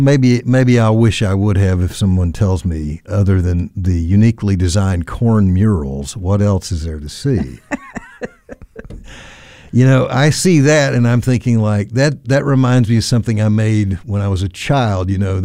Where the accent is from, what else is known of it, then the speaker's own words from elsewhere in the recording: North Carolina, United States; And I'm from North Carolina, too, like the cigarette capital of the world.